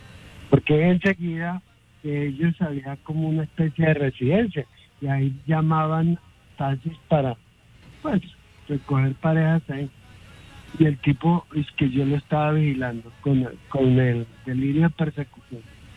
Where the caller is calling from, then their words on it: Ibagué, Tolima, Colombia; Vivía ya harto tiempo. Soy de Ibagué.